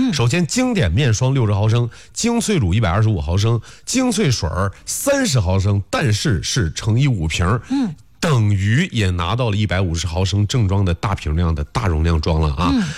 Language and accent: Chinese; Henan, China; 这个呢，其实在我们中原人的心目中呢，应该是一个算是大牌了。